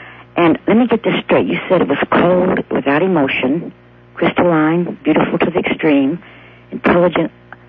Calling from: Seattle, Washington, United States; I'm from Seattle.

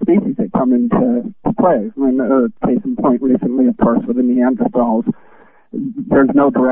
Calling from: Reno, Nevada, United States; from Reno.

